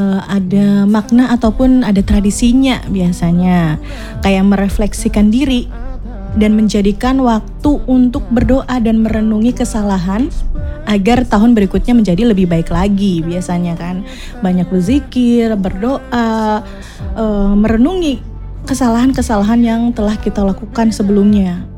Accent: Java, Indonesia; ada Jawa kayak kita nih

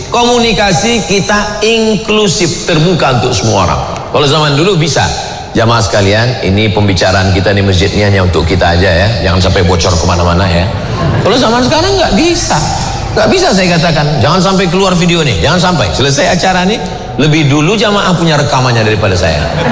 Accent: Riau, Indonesia; Saya kan orang Melayu, saya orang Sumatera dari Riau, kami bahasa Melayu.

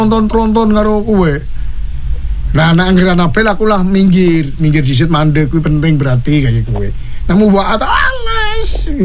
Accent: Sragen, Central Java, Indonesia; moved away as an adult; Kalau Pawor-Pawor juga orang perantau Mas Thomas. Saya aslinya Sragen.

